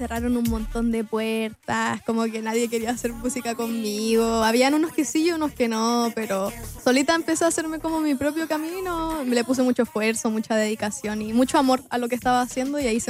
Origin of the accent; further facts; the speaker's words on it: Conchalí, Santiago Metropolitan Region, Chile; Y bueno, fui nací y criada en Conchalí.